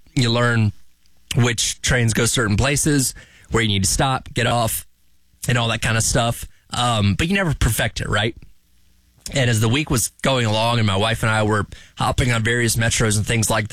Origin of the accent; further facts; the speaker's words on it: Georgia, United States; I'm from Georgia.